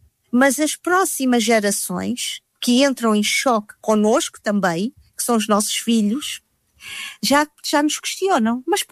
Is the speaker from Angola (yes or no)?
no; Portugal; Nós somos portugueses, tão portugueses como estas pessoas.